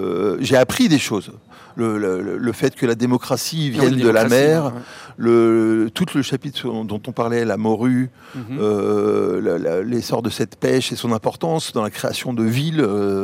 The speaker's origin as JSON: {"language": "French", "region": "Martinique", "country": "France", "tie": "born or raised there", "said": "moi, j'ai grandi à la Martinique et j'y retourne régulièrement"}